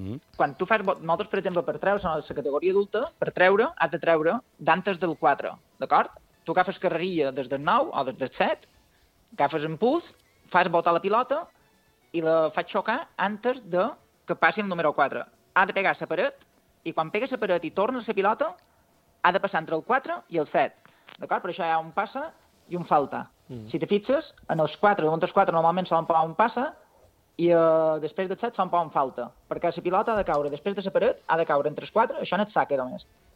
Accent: Balearic Islands, Spain; perquè nosaltres som mallorquins

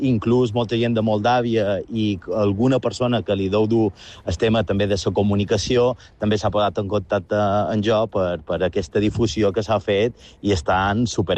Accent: Palma, Balearic Islands, Spain; que jo soc de Mallorca, soc de Palma.

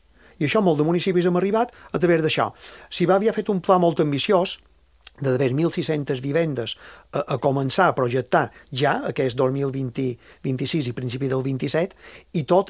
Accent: Maria de la Salut, Balearic Islands, Spain; Maria de Salut, el meu poble

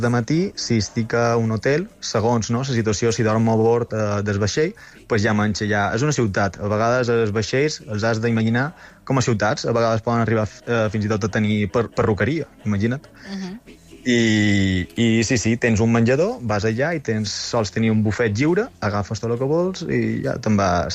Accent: Inca, Balearic Islands, Spain; Jo sóc d'Inca, Inquero.

